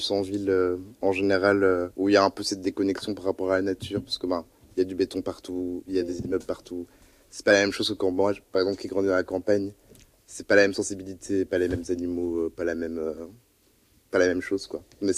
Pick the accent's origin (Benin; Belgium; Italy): Belgium; Couvin, Wallonia; moved away as an adult; now in Brussels, Belgium; Moi, de base, je viens de la Wallonie. Je viens un peu du fin fond, dans la région de Couvain. Vraiment la campagne.